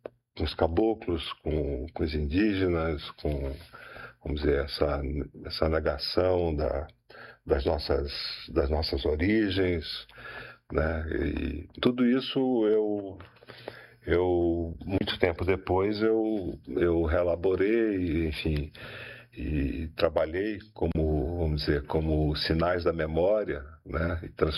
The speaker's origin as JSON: {"language": "Portuguese", "town": "Manaus", "region": "Amazonas", "country": "Brazil", "tie": "born there"}